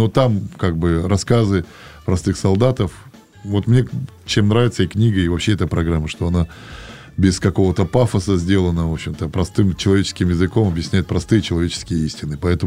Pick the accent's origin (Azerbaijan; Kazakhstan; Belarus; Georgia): Kazakhstan; now in Voronezh, Russia; Это самый большой был мой вызов для меня, что я приехал из Казахстана сюда.